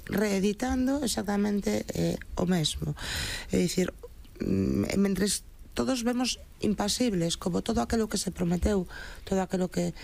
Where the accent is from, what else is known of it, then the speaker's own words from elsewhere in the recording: Galicia, Spain; primeiro como galega, ¿no? Os galegos lamentablemente sabemos moito desto e temos visto arder a nosa terra con moitísima frecuencia, ¿no?